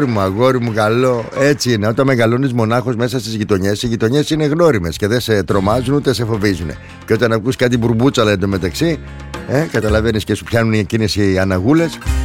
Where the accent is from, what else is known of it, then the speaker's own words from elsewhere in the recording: Thessaloniki, Central Macedonia, Greece; γιατί είμαι Θεσσαλονικιός, ρε φίλε.